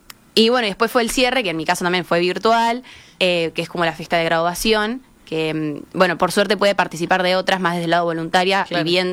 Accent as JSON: {"language": "Spanish", "town": "Nueva Helvecia", "region": "Colonia", "country": "Uruguay", "said": "yo soy de Nueva Helvecia, que justo antes lo mencionaban, sí. Un pueblo de Colonia, o Colonia Suiza también se conoce."}